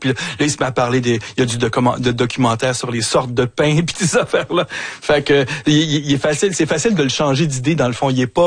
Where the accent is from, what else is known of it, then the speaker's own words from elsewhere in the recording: Montreal, Quebec, Canada; Je suis un vrai Montréalais né ici. J'ai jamais traversé les ponts